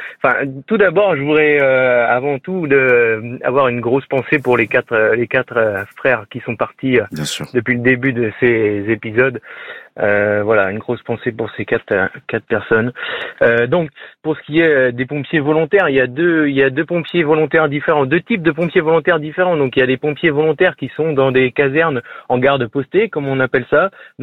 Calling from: Brittany, France; Je vous appelle des Côtes d'Armor à Hainaut.

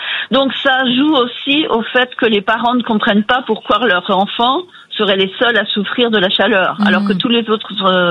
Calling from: Seville, Andalusia, Spain; je suis à Séville en Andalousie. Donc, dans le sud de l'Espagne.

